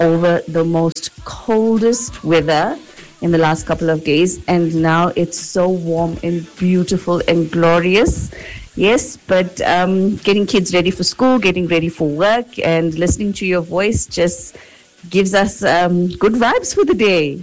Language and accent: English; Durban, KwaZulu-Natal, South Africa; now in Randpark Ridge, South Africa; from Ranpark Ridge. Yes, I'm listening from Ranpark Ridge. I'm a Durban girl